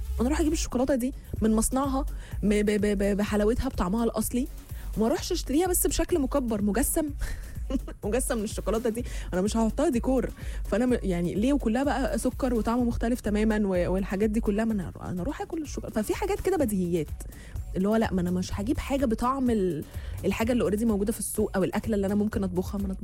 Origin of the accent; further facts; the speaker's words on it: Egypt; مرة في فرنسا جربت حاجة قالوا لي ده رز عندهم بس عندنا في مصر هو الكسكسي